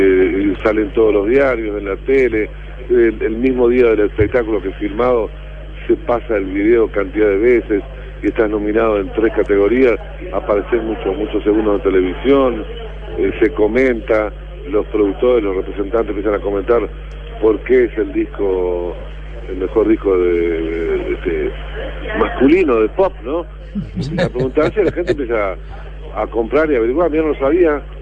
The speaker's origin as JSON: {"language": "Spanish", "country": "Uruguay", "said": "Saben que yo soy uruguayito de corazón. No soy para nada rioplatense, soy uruguayo."}